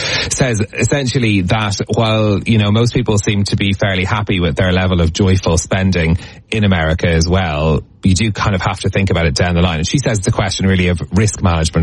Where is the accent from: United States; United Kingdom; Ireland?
Ireland; Oh, I mean, I'm Irish, so I'm guilty about everything